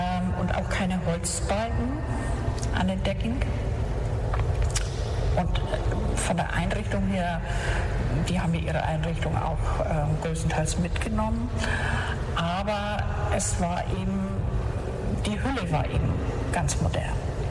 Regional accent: Alkersum, Schleswig-Holstein, Germany; Aber meine Schwestern und ich, wir sind ja auf dem Hof geboren, wenn du so willst, oder groß geworden. Und wir haben so nie zum Dorf Alkersum dazugehört.

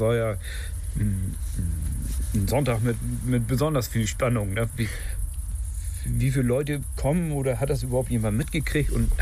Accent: Dithmarschen, Schleswig-Holstein, Germany; in Nerloff geboren.

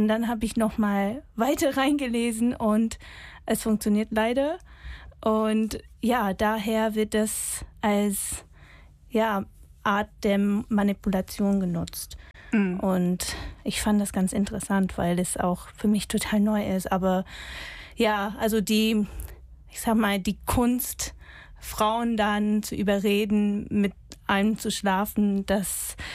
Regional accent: United Kingdom; German is a second language; moved away; ich bin 34 Jahre alt. Ich komme aus Großbritannien, also das hört ihr wahrscheinlich an meinem Akzent.

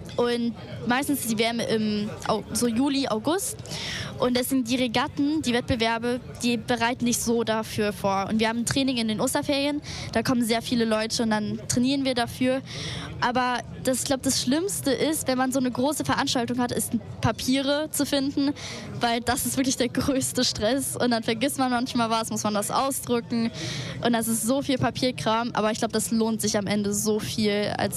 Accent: Cologne, North Rhine-Westphalia, Germany; Und ich komme aus Köln.

